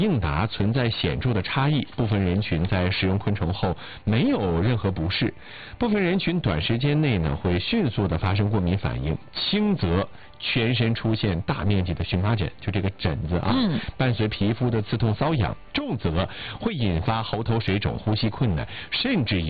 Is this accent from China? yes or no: yes; Northeast China, China; 而且呢，蚕蛹是我们东北人记忆里的家乡味道，也是在外打拼的东北人心里的一块乡愁吧。